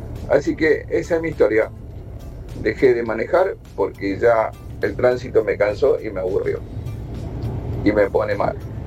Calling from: Monte Grande, Buenos Aires Province, Argentina; de Monte Grande. Bueno, yo manejo de los 17 años, hoy tengo 68 años.

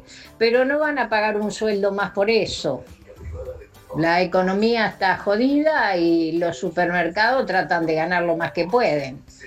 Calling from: Tapiales, Buenos Aires Province, Argentina; Hola chicos … de Tapiales.

